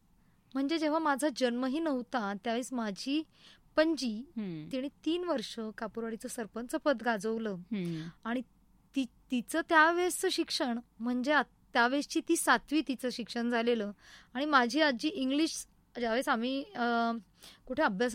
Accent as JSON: {"language": "Marathi", "town": "Bhingar", "region": "Maharashtra", "country": "India", "tie": "born or raised there", "also_born_or_lived": "Ahmednagar", "said": "माझं बालपण भिंगारमध्ये गेलं, वडील आर्मीमध्ये होते"}